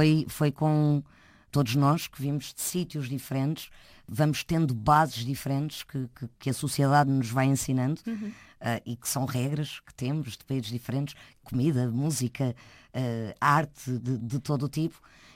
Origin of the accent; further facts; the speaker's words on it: Portugal; É em Portugal que nasce qualquer disco que eu faça, certo, porque a música que eu possa fazer nasce sempre na sua essência do sítio de onde eu vim.